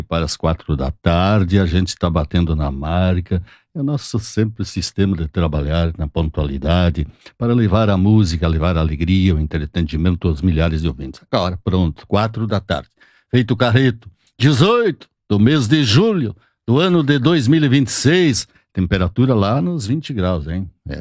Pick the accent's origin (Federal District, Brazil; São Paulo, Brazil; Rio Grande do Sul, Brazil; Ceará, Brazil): Rio Grande do Sul, Brazil; Nova Prata; meu Rio Grande do Sul, da minha terra, Nova Prata, Vista Alegre do Prata